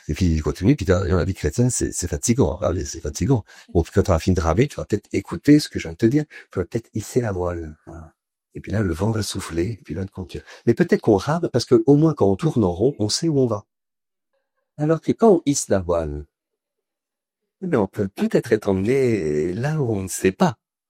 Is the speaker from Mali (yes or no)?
no; France; Puis comme nous on est très intelligents, parce qu'on est français, ils vont quand même un cran au-dessus des autres